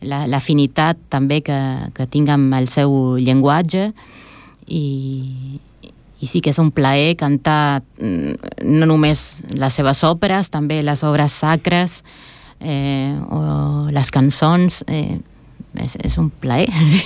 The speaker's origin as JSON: {"language": "Catalan", "region": "Litoral", "country": "Argentina", "second_language": "Catalan", "said": "regió que es diu el litoral, que vol dir, bueno, el litoral fluvial, no? De al costat del riu Paranà, i som llunyats de Buenos Aires, del centre, no?"}